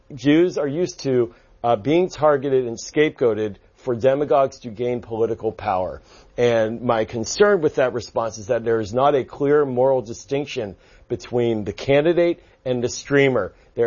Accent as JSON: {"language": "English", "town": "Pittsburgh", "region": "Pennsylvania", "country": "United States", "said": "I'm originally from Pittsburgh, from the Squirrel Hill neighborhood. And we have a synagogue there, Tree of Life"}